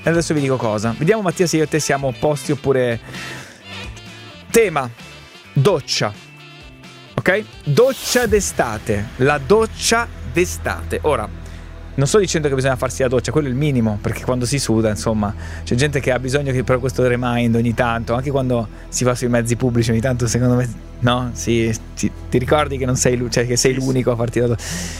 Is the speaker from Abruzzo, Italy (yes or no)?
yes; Abruzzo, Italy; sono abruzzese.